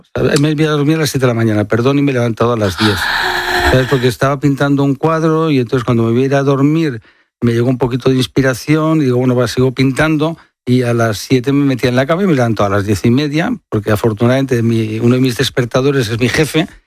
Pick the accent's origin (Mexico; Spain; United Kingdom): Spain; Barcelona, Catalonia; O si vas por España, está llena de museos, hombre, unos más importantes, otros más modestos, en mi tierra, Barcelona